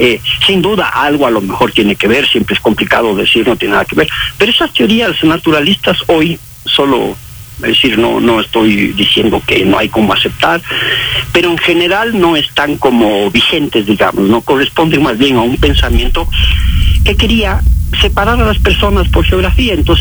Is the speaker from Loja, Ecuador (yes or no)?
no; Ibarra, Imbabura, Ecuador; Yo estuve en Ibarra hasta terminar la primaria.